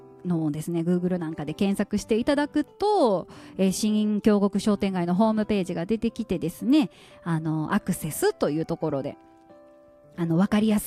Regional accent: Osaka, Japan; 私は大阪出身なので、

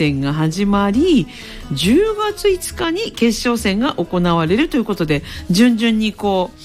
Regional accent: Kanazawa, Ishikawa, Japan; 私浅野川付近に生まれ育ってます

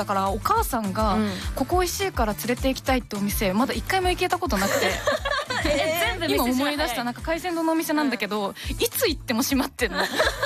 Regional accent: Fukuoka, Japan; now in Tokyo, Japan; この前福岡に帰った時に、なんか私は大学で上京してるからあんまり飲み屋とかに行ったことがなくて

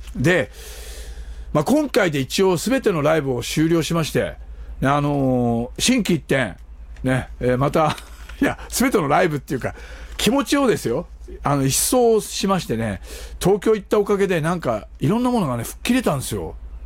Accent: Hokkaido, Japan; この地元北海道の札幌や、また栗山やね

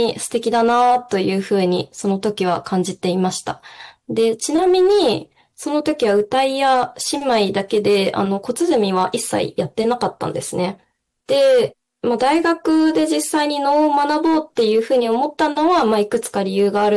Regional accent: Hiroshima, Japan; とても素敵な先生を、地元広島なんですけれども、広島で紹介していただきまして

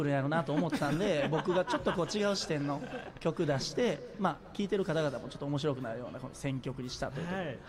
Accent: Kyoto, Japan; born or raised there

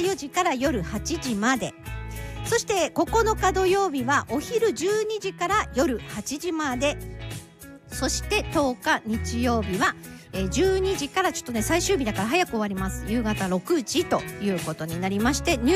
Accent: Morioka, Iwate, Japan; もう生まれ育ち盛岡の私ですら

